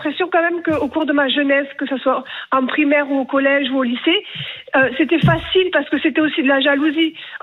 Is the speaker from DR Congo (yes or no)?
no; French West Indies, France; Oui, alors moi, j'ai grandi aux Antilles.